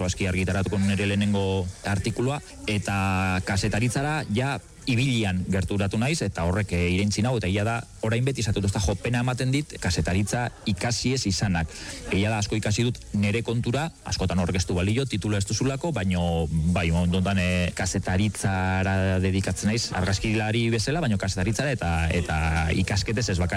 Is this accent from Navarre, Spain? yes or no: no; Hondarribia, Basque Country, Spain; now in Irun, Spain; Irunen bizi naizen hondarbitarra